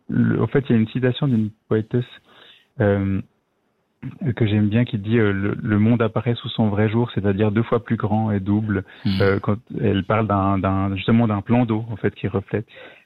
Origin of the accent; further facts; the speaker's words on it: Lausanne, Vaud, Switzerland; now in Vevey, Switzerland; je suis né à Lausanne, j'ai passé, voilà, maintenant j'habite à Vevey, mais j'ai habité 20 ans là-bas.